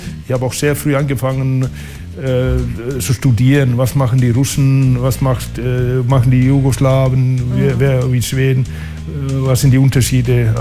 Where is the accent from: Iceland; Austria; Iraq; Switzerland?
Iceland; Akureyri, Northeastern Region; German is a second language; Ich wurde nie einer aus dem Norden gewählt, ich komme aus Akureyri, Nordisland.